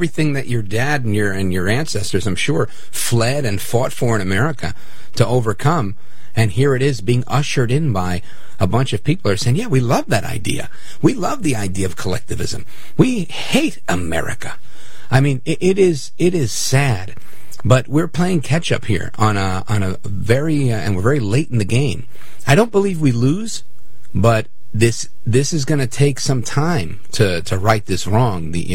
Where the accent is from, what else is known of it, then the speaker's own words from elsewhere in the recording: Brooklyn, New York, United States; I guess I had been inoculated by this growing up in Brooklyn amongst the Jews